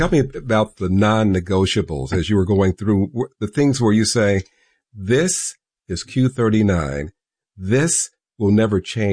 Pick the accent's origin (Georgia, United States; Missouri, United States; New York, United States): Missouri, United States; Kansas City; I'm from Kansas City. I grew up there.